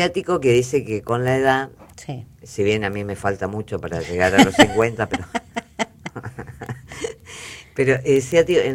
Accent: Argentina; como somos los argentinos, re intenso, re pesado, re ansioso.

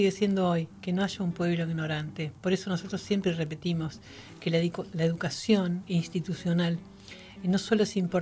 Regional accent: Argentina

